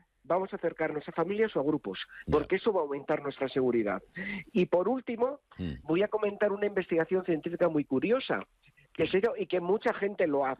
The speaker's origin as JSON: {"language": "Spanish", "country": "Spain"}